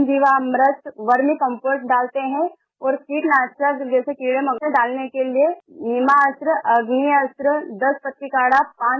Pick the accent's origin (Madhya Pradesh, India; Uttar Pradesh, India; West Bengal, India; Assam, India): Madhya Pradesh, India; मैं गांव नसलिया देवती से हूँ, जिला उज्जैन, तहसील मेदपुर।